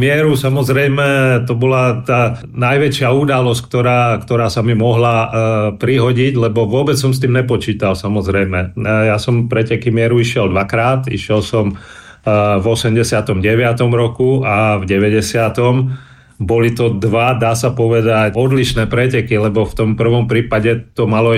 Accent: Bratislava, Bratislava Region, Slovakia; also born or lived in Trenčín; napriek tomu, že pochádzam z Trenčína, alebo narodil som sa tam, tak som vyrastal v Bratislave, pretože otec, tiež bývalý skvelý cyklista, československý reprezentant, dostal miesto v Interi Bratislava, takže ja som vyrastal v Bratislave.

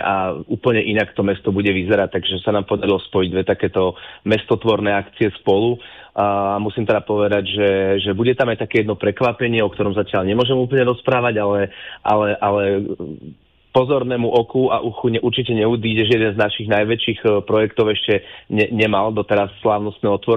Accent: Lednické Rovne, Trenčín Region, Slovakia; keďže pochádzam priamo z Lednických rovní

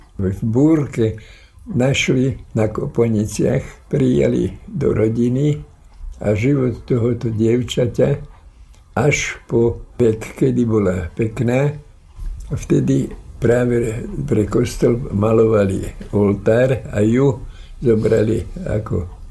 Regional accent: Skalica, Trnava Region, Slovakia; also born or lived in Kopčany; Tam som začal chodiť do školy, tam som prežil všetky historické premeny. Ja som tak prilepený k Skalici, že to muselo znechať nejakú stopu vo mne. Ale narodil som sa v Kopčanoch.

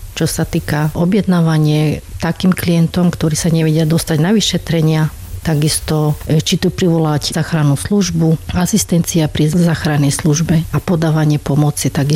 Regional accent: Spišské Tomášovce, Košice Region, Slovakia; moved away as an adult; also born or lived in England; now in Zlatník, Slovakia; som tu už 26 rokov, lebo som sa tu vydala. Ja pochádzam zo Spiských Tomášoviec

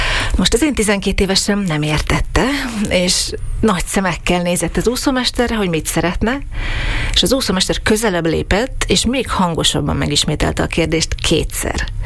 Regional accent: Slovakia; Én ezen a környéken nőttem föl, egy színmagyar családban, ahol nem beszélt senki szlovákul, néha a szüleim kollégái, vagy utcabeliek, de ritka volt, hogy én a szlovák nyelvvel a magánéletemben találkoztam volna.

